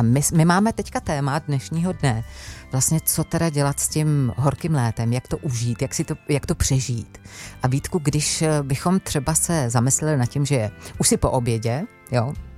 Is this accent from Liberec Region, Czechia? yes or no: yes; Jablonec nad Nisou, Liberec Region, Czechia; já jsem z Jablonce.